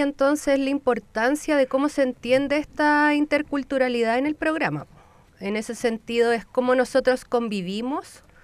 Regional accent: Chile; nosotros como chilenos

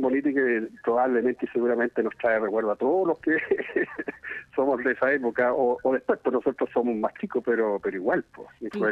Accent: Chile; mi etapa de infancia aquí en el barrio, yo soy nacido aquí en Industria, en ese tiempo era de tierra Industria. No estaba pavimentada y bonita como está ahora.

